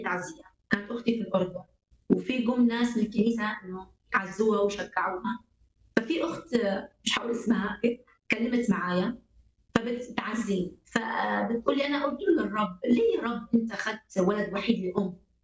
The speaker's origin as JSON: {"language": "Arabic", "country": "Iraq", "lives_now": "Libya", "said": "لما استقرينا في البلد دخلنا فيه، وانا كعراقيه المفروض انا اصلي واتشفع لبلد، لكن صدقيني كنت دايما بدموع اصلي لليبيا."}